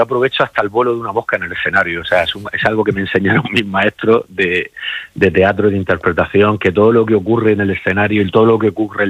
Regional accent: Cartagena, Region of Murcia, Spain; moved away; me estoy pasando las vacaciones en Cartagena porque yo también me voy acercando a mi tierra, ¿no? Yo soy de aquí, estoy allí trabajando, pero también veo que necesito recoger mis raíces.

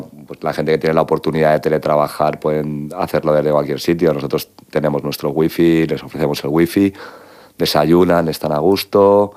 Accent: Spain; nuestra cultura como españoles

